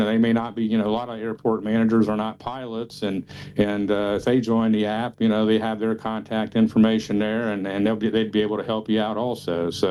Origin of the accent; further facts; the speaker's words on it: Dayton, Ohio, United States; Yeah, we're from Dayton.